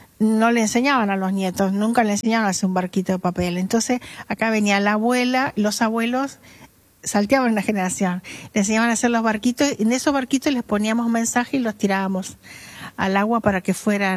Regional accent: Salto, Uruguay; born there; Los dos nacimos en Salto.

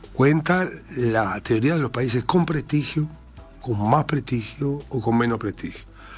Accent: Uruguay; Y nosotros somos miembros del Consejo de Seguridad. Y nosotros somos Uruguay.

